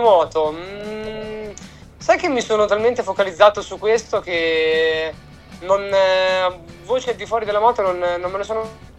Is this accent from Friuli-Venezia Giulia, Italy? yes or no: no; Emilia-Romagna, Italy; parlo anche della mia terra, della Romagna.